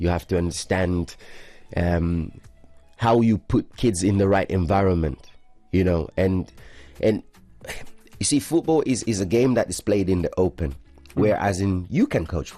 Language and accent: English; Tanzania; now in Oman; growing up in Tanzania.